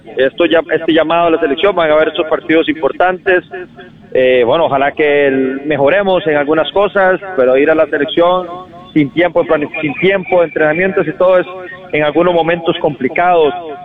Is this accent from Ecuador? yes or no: no; Costa Rica; obviamente somos ticos